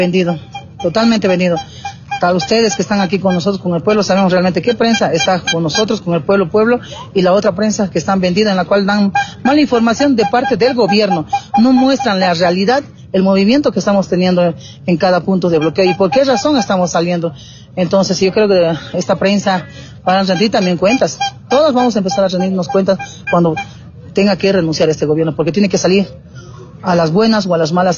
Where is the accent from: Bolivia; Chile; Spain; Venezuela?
Bolivia; Y eso es lo que vamos a hacer nosotros como bolivianos.